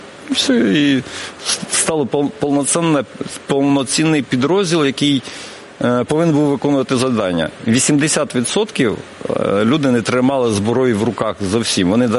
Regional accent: Kyiv, Ukraine; я з Подольського району.

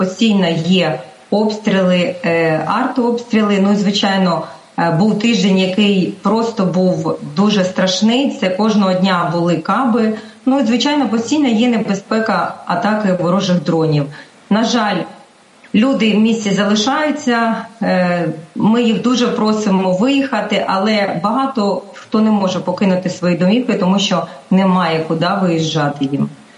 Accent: Kherson, Kherson Oblast, Ukraine; я пишаюсь тим, що я херсонка

